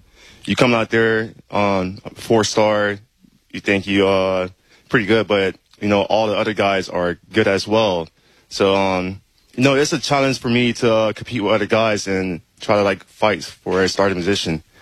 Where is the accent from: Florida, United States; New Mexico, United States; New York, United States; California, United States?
Florida, United States; Miami; You know, I'm from Miami, so it's pretty hot.